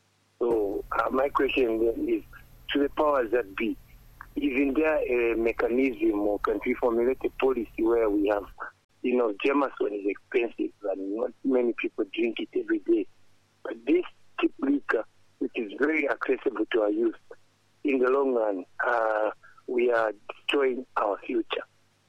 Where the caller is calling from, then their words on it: Choma, Southern Province, Zambia; I'm calling you from Choma.